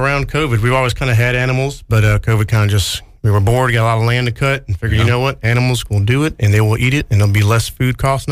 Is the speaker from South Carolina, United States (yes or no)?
yes; Sumter, South Carolina, United States; I'm right here in Sumter.